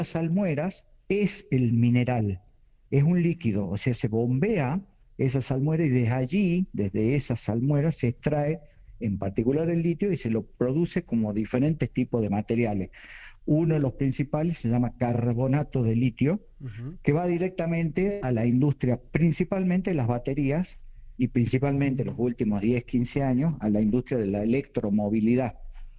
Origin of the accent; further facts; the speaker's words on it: Salta, Argentina; Yo soy salteño, sí, y vivo, sí, en Salta.